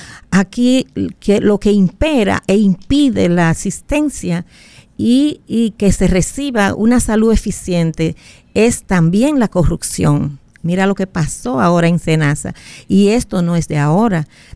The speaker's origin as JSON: {"language": "Spanish", "country": "Dominican Republic", "said": "estamos de acuerdo como dominicanas y dominicanos"}